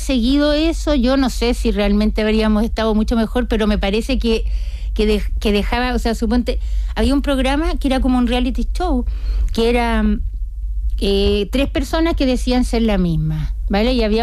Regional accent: Chile

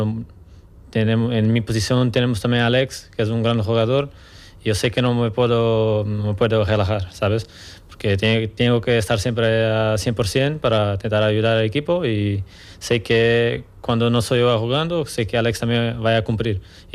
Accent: Algarve, Portugal

